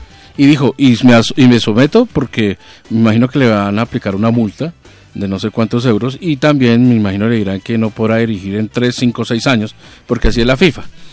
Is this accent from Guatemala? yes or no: no; Colombia; soy colombiano